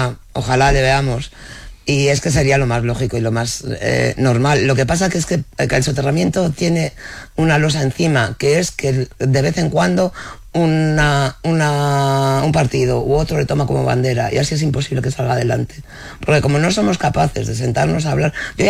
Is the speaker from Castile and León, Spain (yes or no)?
yes; Castile and León, Spain; mira, no celebramos las batallas perdidas, aunque somos castellanos y celebramos Villalar.